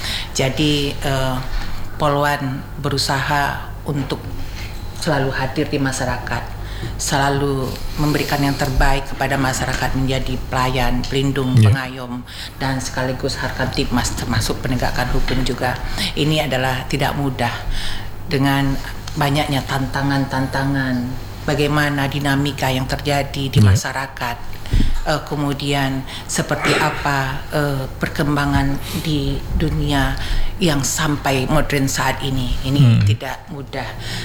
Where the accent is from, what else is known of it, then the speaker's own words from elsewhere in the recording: West Sumatra, Indonesia; Saya asli Sumatera Barat